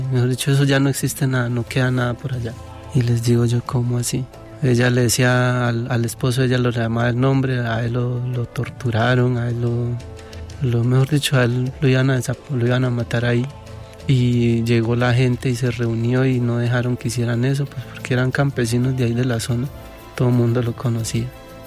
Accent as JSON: {"language": "Spanish", "region": "Putumayo", "country": "Colombia", "tie": "born or raised there", "said": "soy desmovilizado de las FARC. Yo vivía en una comunidad, en un resguardo indígena del predio Putumayo conocido como Cartagena, el pueblito. Una comunidad pequeñita de más o menos unas 10 familias."}